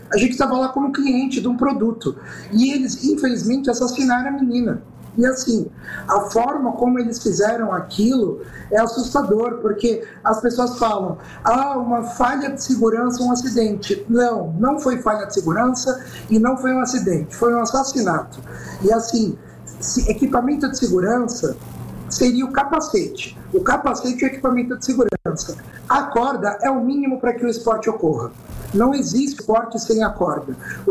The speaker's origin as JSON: {"language": "Portuguese", "region": "São Paulo", "country": "Brazil", "said": "Eu sou do litoral, aqui da Baixada."}